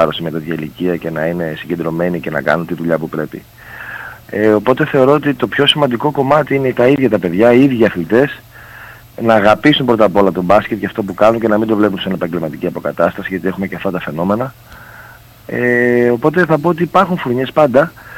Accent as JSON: {"language": "Greek", "country": "Greece", "said": "τα συναισθήματα που χαρακτηρίζουν και εμάς ως Έλληνες"}